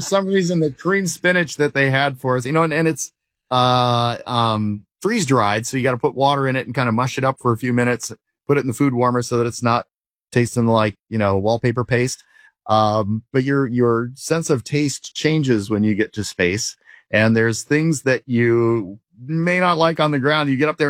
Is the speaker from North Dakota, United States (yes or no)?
no; Eugene, Oregon, United States; moved away; also born or lived in Seattle / Southern California; my hometown of Eugene, my sort of second home, Seattle. I was educated in Southern California